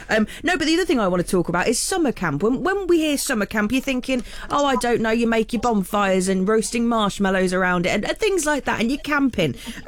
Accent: Dudley, West Midlands, United Kingdom; I'm from Dudley, aye?

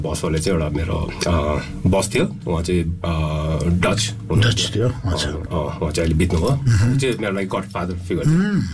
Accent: Dehradun, Uttarakhand, India; moved away as an adult; now in Nepal; देहरादुनमा म पढाइ म देहरादुनमा बस्यो, हुर्केँ, उहीँ होस्टेलमा पढ्यो, मैले पढाइ देहरादुन नै भयो.

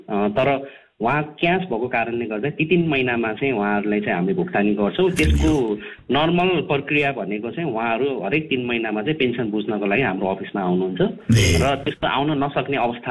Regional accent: Baglung, Gandaki Province, Nepal; also born or lived in Singapore; now in Gulmi, Nepal; मेरो गाउँ घर चाहिँ हजुर छिमेकी जिल्ला नै पर्यो हजुर, गुल्मीको छिमेकी जिल्ला बागलुङ.

